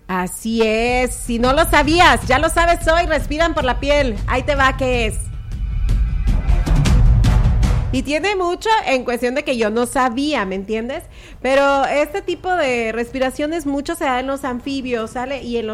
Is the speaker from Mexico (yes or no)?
yes; Tecuala, Nayarit, Mexico; Pues somos de Tecuala.